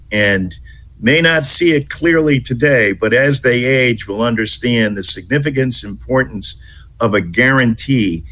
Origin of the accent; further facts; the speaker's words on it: East Hartford, Connecticut, United States; my hometown of East Hartford.